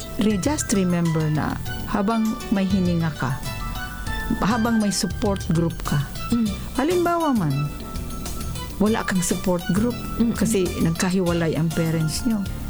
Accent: Oas, Bicol Region, Philippines; born there; Kami, I was born in Uwas, Albay.

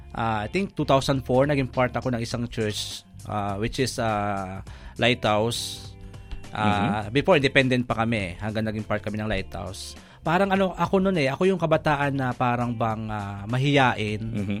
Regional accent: Antipolo, Calabarzon, Philippines; also born or lived in Oriental Mindoro; Parang nag-start sa Mindoro from grade 1 hanggang grade 4 and then grade 5. Nag-transfer na ako sa Antipolo hanggang sa nag-high school, nag-college.

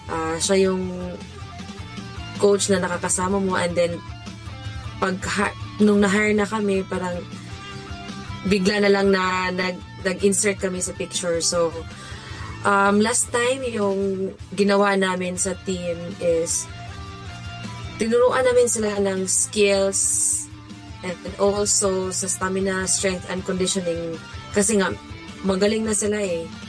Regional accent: Quezon, Northern Mindanao, Philippines; born there; now in Malaybalay, Philippines; I'm from Quezon, Bukidnon, and currently residing here in Malaybalay City. My birthday is on October 29, 1994.

